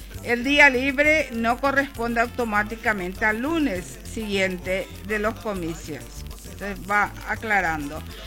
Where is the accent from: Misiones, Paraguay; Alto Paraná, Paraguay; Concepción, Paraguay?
Alto Paraná, Paraguay; Ciudad del Este; todos somos ciudadanos aquí de Ciudad del Este